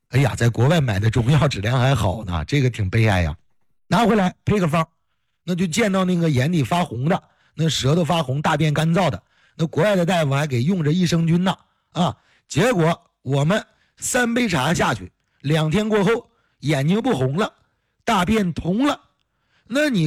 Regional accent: China; 骄傲的是什么？是我生长在中华呀，生长在中国呀，土生土长的中国人呢，我们受祖先的影响

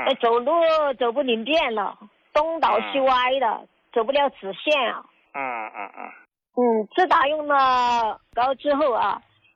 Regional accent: Xuzhou, Jiangsu, China; 我呢是来自江苏徐州的，

